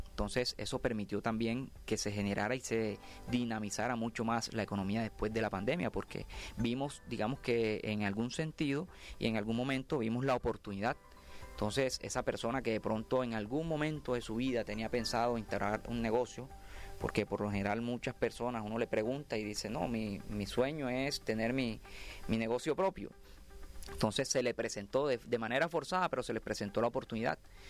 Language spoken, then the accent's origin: Spanish; Colombia; Y más que tenemos muchos recursos para explotar aquí en Colombia. Entonces, nosotros somos un país que contamos con muchísimos recursos